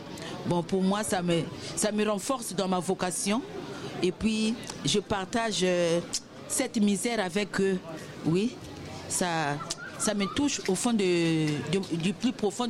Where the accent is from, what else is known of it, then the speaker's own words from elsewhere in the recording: Republic of the Congo; moved away as an adult; now in Amiens, France; je suis religieuse, je me présente aussi, je viens du Congo Brazzaville.